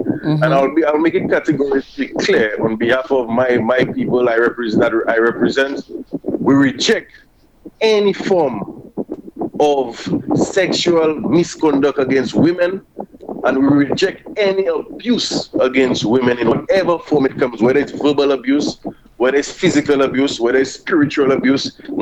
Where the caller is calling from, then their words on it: Castries, St. Lucia; I am from Central Castries